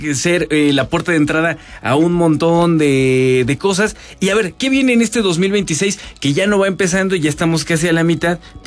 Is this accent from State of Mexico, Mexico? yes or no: yes; Toluca, State of Mexico, Mexico; yo que soy de Toluca